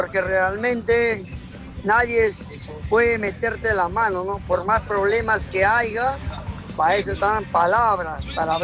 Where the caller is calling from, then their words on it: Peru; somos peruanos